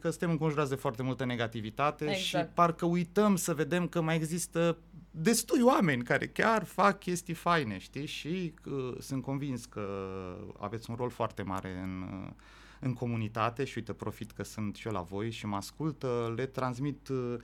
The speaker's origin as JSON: {"language": "Romanian", "country": "Romania", "said": "Eu care vin din România"}